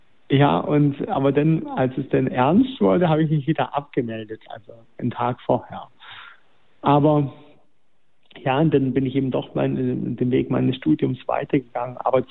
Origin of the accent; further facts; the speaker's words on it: Unteruhldingen, Baden-Württemberg, Germany; ich komme aus Unterulding, auf der anderen Seeseite ist Konstanz